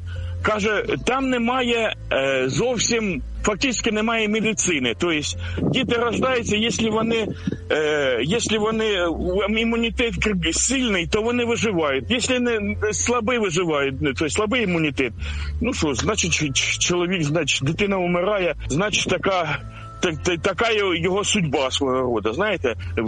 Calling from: Kharkiv, Kharkiv Oblast, Ukraine; я із Харкова вас безпокою.

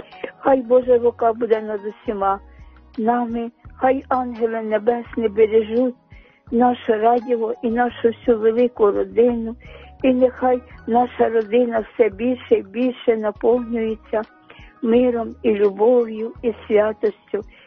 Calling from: Kyiv, Ukraine; я з Оболоня, я з Києва.

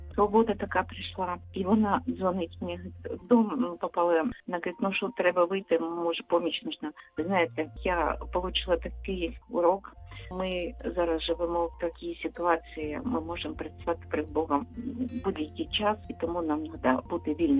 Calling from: Kharkiv, Kharkiv Oblast, Ukraine; я з Харкова.

